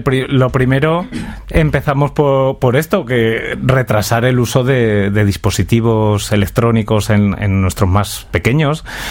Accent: Mérida, Extremadura, Spain; Yo, como soy de Mérita Augusta

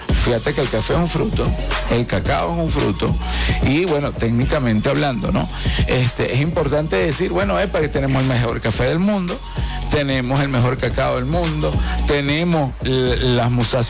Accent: Caracas, Capital District, Venezuela; Yo soy caraqueño, soy usevista

